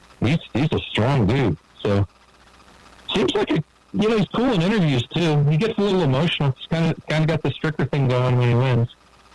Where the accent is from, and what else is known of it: Baltimore, Maryland, United States; born there